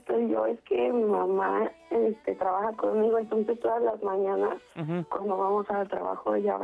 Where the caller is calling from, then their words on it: Mexico City, Mexico; De la Ciudad de México. Gustavo Madero.